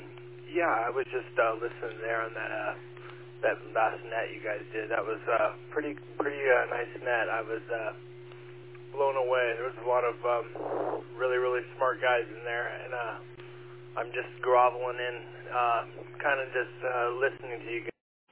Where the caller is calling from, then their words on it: Costa Mesa, California, United States; Hey, this is … in Costa Mesa. I'm over here near the Canyon Park and close to Huntington Beach.